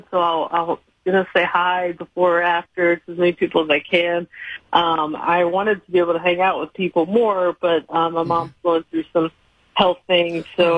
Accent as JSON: {"language": "English", "town": "Charlotte", "region": "North Carolina", "country": "United States", "tie": "born or raised there", "said": "I mean, I talk about biscuits a lot, you know, being from the South."}